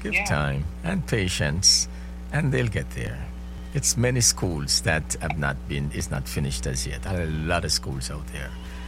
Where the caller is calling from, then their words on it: Jamaica; accent: Jamaican; I am Jamaican, right? That's who I am. So I talk Jamaican, right?